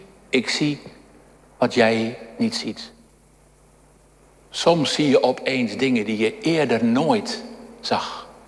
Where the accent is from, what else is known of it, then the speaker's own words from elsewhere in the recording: Dirksland, South Holland, Netherlands; accent: Flakkees; moved away; also born or lived in Zwolle; we hebben een poosje gezellig Flakkees gepraat in de consistorie, want ik ben geboren op dit mooiste eiland van Nederland. Gorrie Overflakkee in Dirksland. Het deed mij denken aan mijn jeugd. Als kind groeide ik op in Dirksland